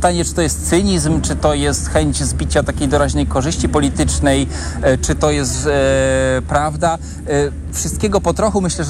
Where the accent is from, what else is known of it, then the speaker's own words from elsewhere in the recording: Wrocław, Lower Silesian Voivodeship, Poland; Ja pochodzę z Wrocławia